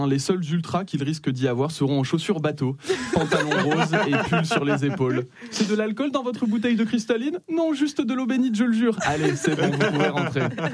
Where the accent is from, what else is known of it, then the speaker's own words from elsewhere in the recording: Metz, Grand Est, France; now in Paris, France; Parce que oui, j'ai grandi à Metz